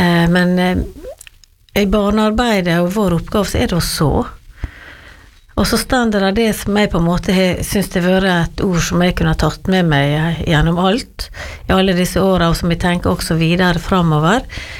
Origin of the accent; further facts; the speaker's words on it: Giske, Møre og Romsdal, Norway; also born or lived in Trondheim; Neida, men jeg sier nå det at jeg vokste opp på Giske da, selv om jeg var nesten 8 år før jeg kom dit.